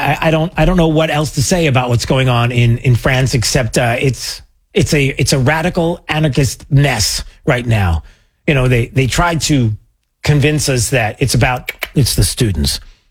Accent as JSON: {"language": "English", "town": "Long Island", "region": "New York", "country": "United States", "tie": "born or raised there", "said": "where I grew up on Long Island"}